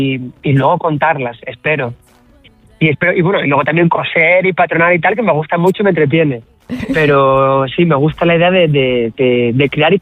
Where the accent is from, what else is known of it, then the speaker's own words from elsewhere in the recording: Asturias, Spain; Tengo colecciones inspiradas en la mitología asturiana, en los colores de mi pueblo, de la naturaleza. Incluso luchando con un problema que tenemos muy grande, que quieren construir una mina de oro horrorosa en mi pueblo.